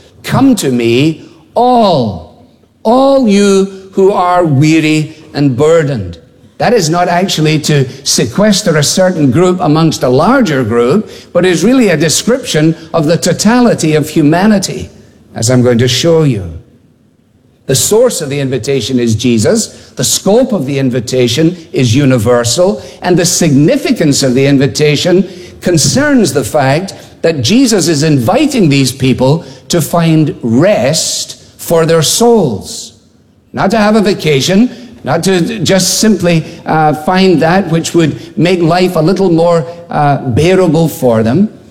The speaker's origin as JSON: {"language": "English", "region": "Scotland", "country": "United Kingdom", "said": "and in making the call as a Scotsman, it seemed to me only sensible to ask for"}